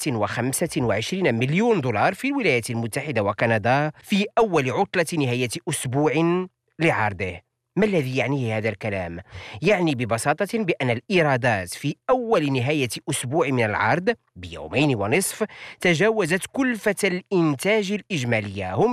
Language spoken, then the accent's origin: Arabic; Morocco; الشريط الذي صور جزئيا عندنا في المغرب